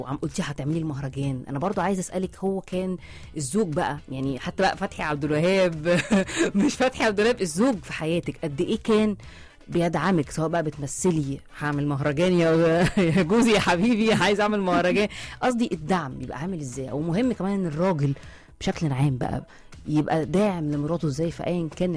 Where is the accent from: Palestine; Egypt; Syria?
Egypt; عن تاريخنا وإرثنا كمصريين.